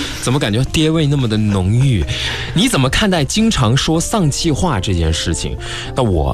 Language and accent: Chinese; Guangdong, China; 或者像我们广东那边叫扑街嘛